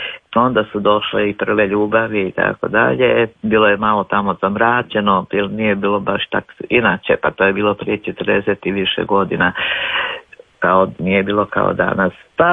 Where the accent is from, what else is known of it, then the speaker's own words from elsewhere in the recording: Slavonia, Croatia; moved away as an adult; now in Zagreb, Croatia; Imam kao tri doma, ali tamo sam se rodila, tamo je moje djetinjstvo